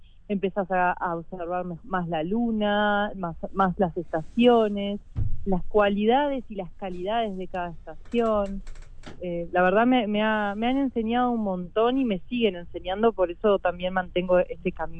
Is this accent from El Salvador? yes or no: no; La Paloma, Rocha, Uruguay; now in Sierras de Rocha, Uruguay; Yo en realidad nunca viví en la ciudad, me crié en La Paloma